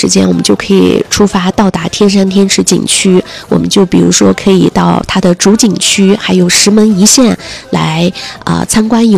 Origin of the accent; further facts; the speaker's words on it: Xinjiang, China; 虽然我们是当地人、土生土长的新疆娃娃